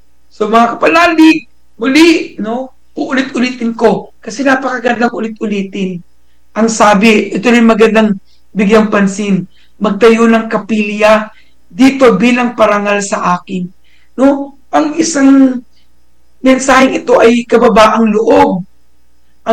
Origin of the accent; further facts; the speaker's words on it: Marilao, Central Luzon, Philippines; Ako po ay taga Marilao.